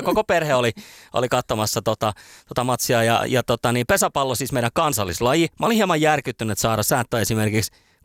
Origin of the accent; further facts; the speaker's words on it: Kitee, North Karelia, Finland; now in Helsinki region, Finland; Kyllä vain, olin äitienpäivän vietossa kotikulmilla